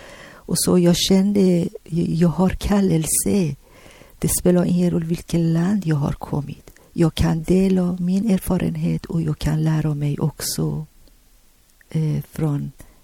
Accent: Tehran, Tehran Province, Iran; Swedish is a second language; now in Sweden; För mig först och främst när jag kom från Teheran kyrkan direkt jag gick på i Vårgård och Pingstkyrkan.

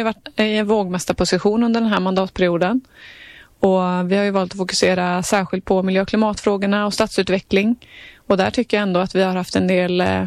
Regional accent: Bengtsfors, Västra Götaland County, Sweden; now in Gothenburg, Sweden; Nej, jag har en stuga i norra Dalsland som jag är ifrån då. Jag kommer ifrån Bengtsfors kommun, så att jag brukar hänga där en del i stugan och sen också lite i Göteborg.

